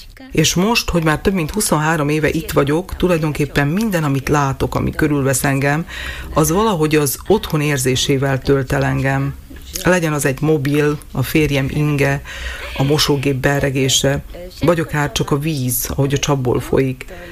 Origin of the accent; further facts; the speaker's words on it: northern Japan, Japan; Hungarian is a second language; moved away as an adult; now in Slovakia; Én egy kisvárosból származom, Japán északi részéről, ami tulajdonképpen egy falu, még ha városnak is mondják.